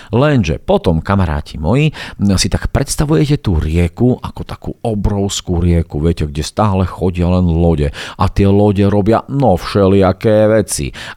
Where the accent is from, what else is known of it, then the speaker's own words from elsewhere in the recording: Bratislava, Bratislava Region, Slovakia; born there; now in Košice, Slovakia; lebo ja som sa narodil v Bratislave, bývam teraz v Košiciach, tak som východňar